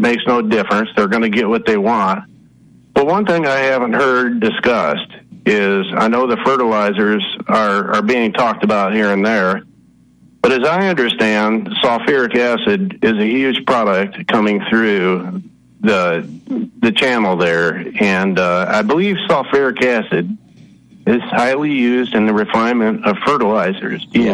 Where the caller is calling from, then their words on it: Toledo, Ohio, United States; in Toledo.